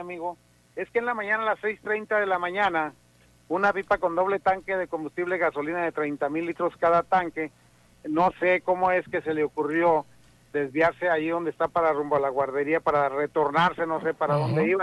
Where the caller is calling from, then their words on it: Nogales, Sonora, Mexico; tratar de apoyar la seguridad de mi pueblo de Nogales.